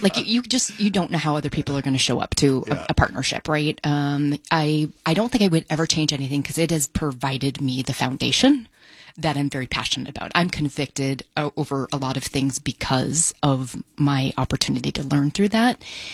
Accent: New Hampshire, United States; now in Boise, United States; I came from New Hampshire at the time. So we moved here in 2013 to Boise.

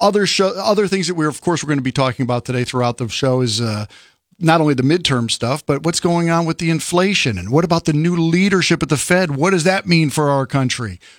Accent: Connecticut, United States; This feel, maybe because Trump's from New York, I'm from Connecticut originally.

